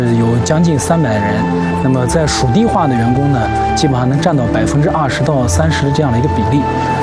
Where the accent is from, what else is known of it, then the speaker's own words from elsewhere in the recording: Ningxia, China; moved away; 我们宁夏人呢，有这个吃苦耐劳的精神。